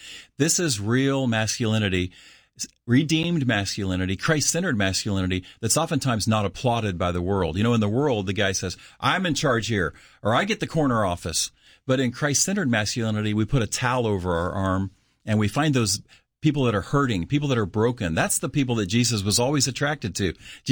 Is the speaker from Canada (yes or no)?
no; Kansas, United States; and I'm from Kansas. I grew up in Kansas.